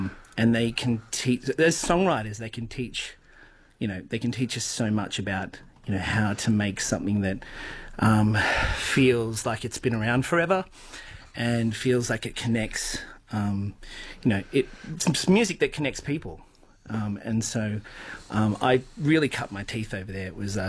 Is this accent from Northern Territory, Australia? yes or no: no; Gunnedah, New South Wales, Australia; Traveling around, when I grew up in Gunnedah, I used to go around with my dad.